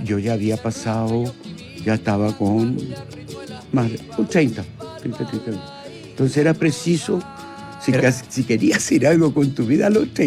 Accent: Italy; born or raised there; moved away as an adult; also born or lived in Barcelona, Spain; now in Chile

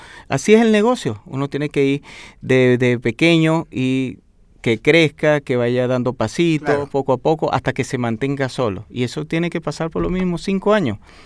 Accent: Venezuela; moved away as an adult; now in Chile; Yo vine de Venezuela por situación de mi país

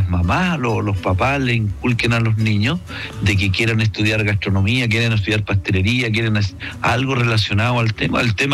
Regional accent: Villa Alegre, Maule, Chile; now in Santiago, Chile

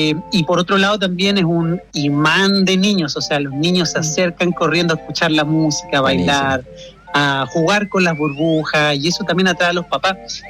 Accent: Chile; now in China; Tú sabes que en Chile nosotros le damos propina al organillero, al chinchinero cuando pasa.

